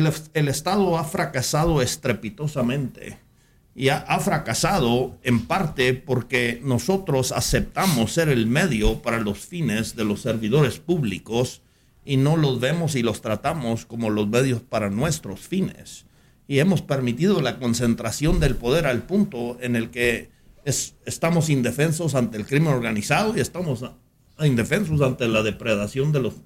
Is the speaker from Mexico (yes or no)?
yes; Mexico; los mexicanos podemos solapar al líder